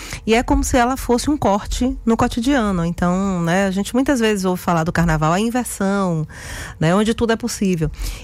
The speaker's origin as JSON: {"language": "Portuguese", "region": "Bahia", "country": "Brazil", "said": "eu sou do interior da Bahia, né?"}